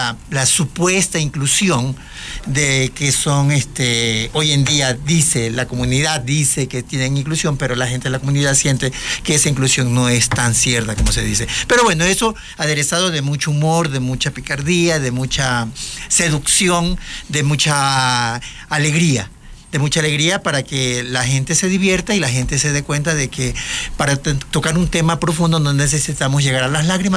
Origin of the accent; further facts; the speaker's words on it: Guayaquil, Guayas, Ecuador; también de Guayaquil. Bueno, la edad no. 64 años